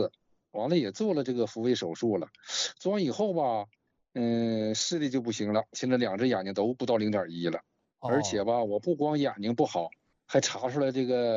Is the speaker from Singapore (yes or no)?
no; Heilongjiang, China; 我是黑龙江的呀。我吧也是个老唐人了。